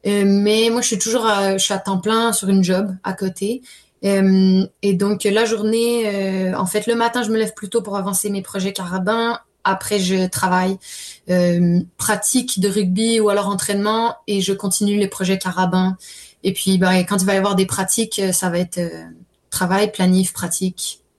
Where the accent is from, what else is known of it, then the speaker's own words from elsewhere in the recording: Lyon, Auvergne-Rhône-Alpes, France; now in Canada; j'ai grandi à Lyon en France et donc mon école secondaire est à Lyon en France.